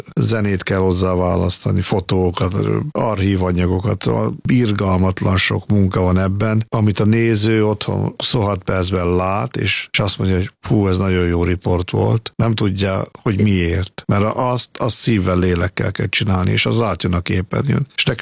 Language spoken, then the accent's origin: Hungarian; Hungary; Mi magyarok vagyunk. Mi nekünk ez az anyaországunk.